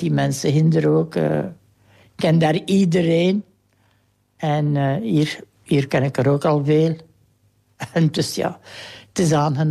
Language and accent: Dutch; Herne, Flanders, Belgium; born there; also born or lived in Kester; nee, mijn geboortedorp is hier in Herne. Maar ik heb dan in Kester gewoond.